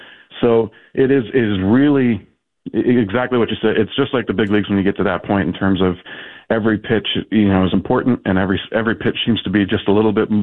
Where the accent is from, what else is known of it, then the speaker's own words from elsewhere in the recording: Minnesota, United States; You know, I grew up in Minnesota, so hockey's a big thing for us.